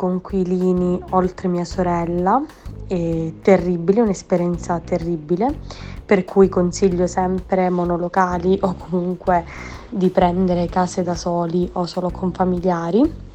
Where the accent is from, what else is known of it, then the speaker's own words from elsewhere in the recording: Cosenza, Calabria, Italy; moved away as an adult; now in Catanzaro, Italy; Prima di iniziare l'università vivevo a Cosenza e dista più o meno un'oretta e un quarto da Catanzaro